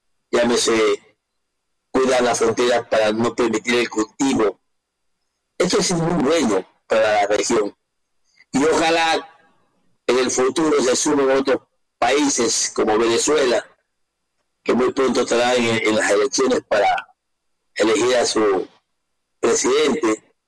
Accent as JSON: {"language": "Spanish", "country": "Ecuador", "said": "nosotros los ecuatorianos, partiendo de una óptica siempre oriental"}